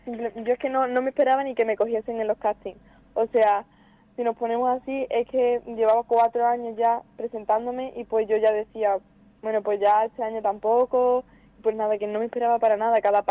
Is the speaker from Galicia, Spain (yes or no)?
no; Écija, Andalusia, Spain; estoy súper orgullosa de ser de aquí, de mi pueblo.